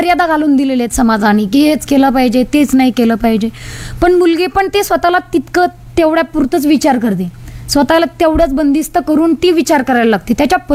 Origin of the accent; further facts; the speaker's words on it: Maharashtra, India; पण मी आवर्जून मी मराठवाड्याची हे वाक्य सांगत असते की मी मराठवाड्यातली आहे, उस्मानाबाद जिल्ह्यातली आहे